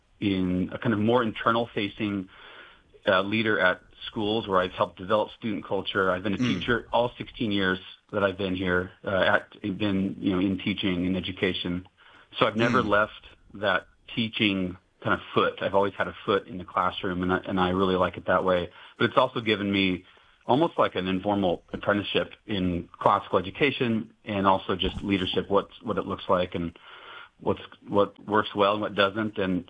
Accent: Washington, United States; born there; also born or lived in northwestern Iowa; now in Seattle, United States; I was born outside of in northwestern Iowa, and then my mom was from Whidbey Island out here, and my grandpa was in the Navy. So my dad moved out to Washington State, and so I was kind of born in Iowa, but raised in Washington State. Did a number of years, about 16, 17 years in the Midwest, in Illinois

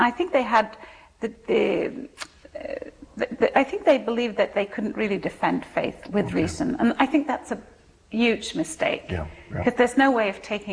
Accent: Sweden; I was born and raised in Sweden by a Swedish mother and a Croatian father.

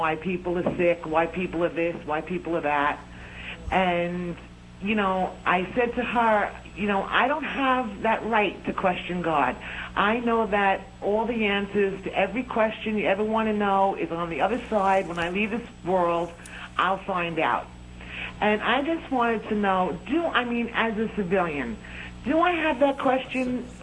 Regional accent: Staten Island, New York, United States; I'm from Staten Island, New York.

